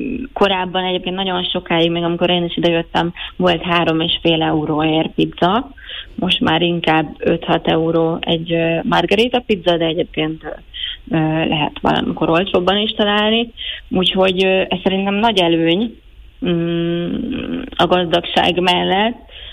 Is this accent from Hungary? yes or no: yes; Hungary; now in Naples, Italy; magyarként más reflexeink vannak